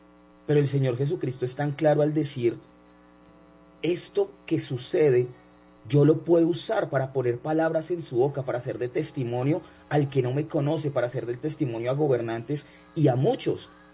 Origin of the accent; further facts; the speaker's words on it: Colombia; Bueno, pues definitivamente como cristianos colombianos, creería que represento al pensamiento o al sentir de muchos